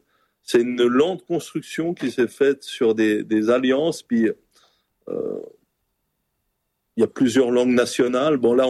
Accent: Geneva, Switzerland

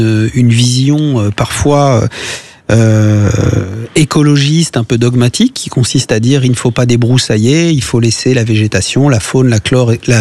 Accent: France; je suis français, toujours

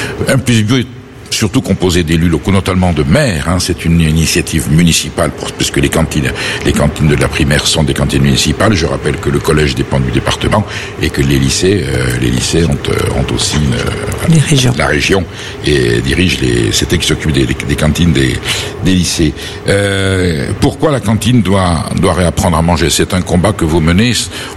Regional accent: Basque Country, France; Alors, vous êtes béarnaise, je suis basque, ça va très bien se passer?

